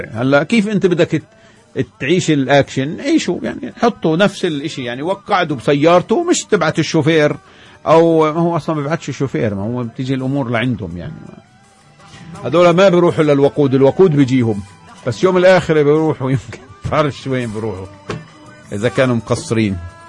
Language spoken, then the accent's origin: Arabic; West Bank, Palestine; عندنا بالضفة